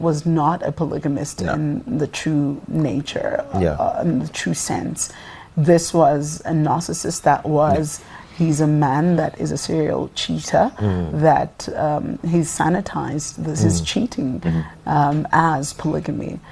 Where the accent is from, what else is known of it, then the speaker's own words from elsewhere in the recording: South Africa; Inside of South Africa, polygamy is not a new conversation for us.